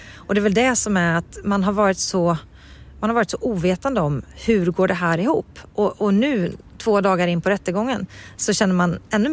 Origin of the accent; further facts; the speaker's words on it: Västra Götaland County, Sweden; där jag kommer ifrån, Västergötland